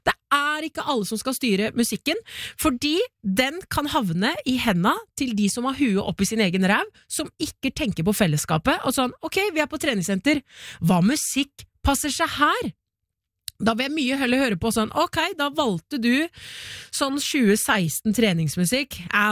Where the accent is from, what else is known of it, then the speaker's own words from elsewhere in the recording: Porsgrunn, Telemark, Norway; den låten her vokste jeg opp med i Porsgrunn